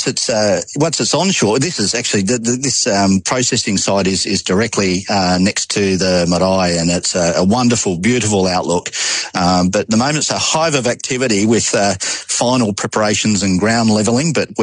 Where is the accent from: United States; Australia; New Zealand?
Australia; I'm an Australian.